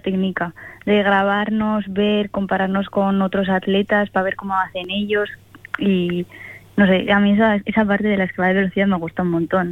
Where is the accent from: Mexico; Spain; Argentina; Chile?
Spain; Ansoáin, Navarre; born there